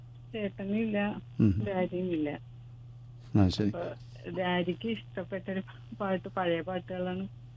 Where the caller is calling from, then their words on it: Vypin, Kerala, India; ഞാൻ വൈഫിൻ്റെന്നാണ്